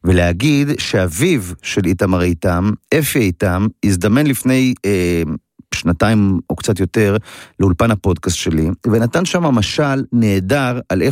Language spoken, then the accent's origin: Hebrew; Ein Gev, Northern District, Israel; אני גדלתי בכנרת, בעין גב, ואצלנו כשרצינו לאמן את הכושר הגופני שלנו לקראת הצבא, אז היינו עושים את התרגיל הבא.